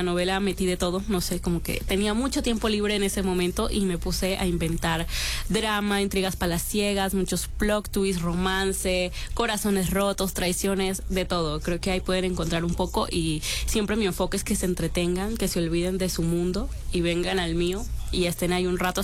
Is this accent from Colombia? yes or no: yes; Colombia